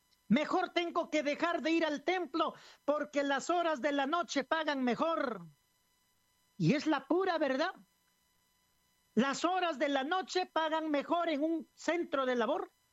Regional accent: Trujillo, La Libertad, Peru; born there; moved away; Esa es la ciudad de Trujillo, donde yo nací hace 39 años.

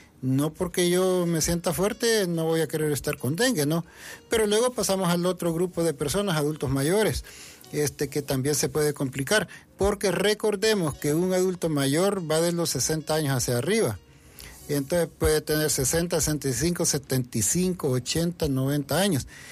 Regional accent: El Salvador; nosotros como sociedad, digamos, acá salvadoreña

